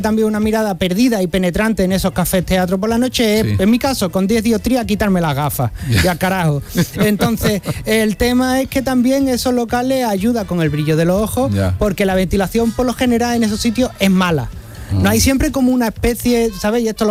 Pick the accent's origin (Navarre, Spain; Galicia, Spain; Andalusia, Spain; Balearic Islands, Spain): Andalusia, Spain; Jerez de la Frontera; now in San Juan de Aznalfarache, Spain; Porque soy padre primerizo y San Juan de Andafarache está muy lejos de Jerez de la frontera cuando tiene un niño de un año.